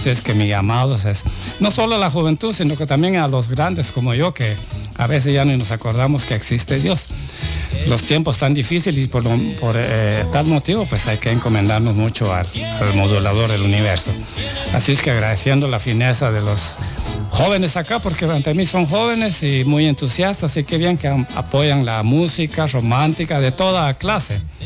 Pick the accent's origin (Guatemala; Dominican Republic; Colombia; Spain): Guatemala; Purulhá, Baja Verapaz; Pues yo vengo de Purulá y siempre los escucho allá, toda la programación.